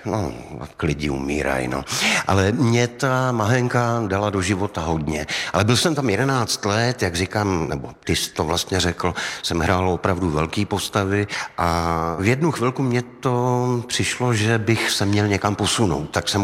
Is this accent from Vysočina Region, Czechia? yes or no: no; Olomouc Region, Czechia; vyrůstal jsem na Bělidlech, mám tady spoustu známých z té mojí milované čtvrti.